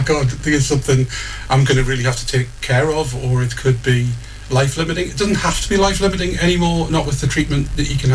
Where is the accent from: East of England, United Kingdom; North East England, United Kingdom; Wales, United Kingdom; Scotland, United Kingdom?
North East England, United Kingdom; Newcastle upon Tyne; accent: Geordie; moved away as an adult; also born or lived in Gosforth / London; I'm a Geordie. I was born in Heaton, brought up in Heaton until I was 11, and then in Gosford after that, until I left the North East in 1987.